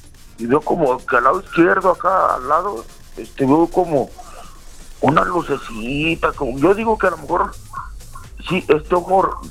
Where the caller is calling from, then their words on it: Fresnillo, Zacatecas, Mexico; Yo vivo aquí en San Carlos, en Fresnillo